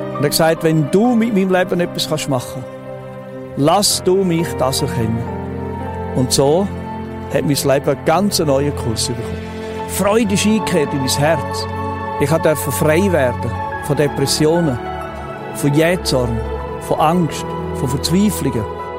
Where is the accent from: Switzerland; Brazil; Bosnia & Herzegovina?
Switzerland; Total beängstigend, irritiert, habe ich die Armeewaffen geladen, die ich als Schweizer Soldat in der Stube hatte.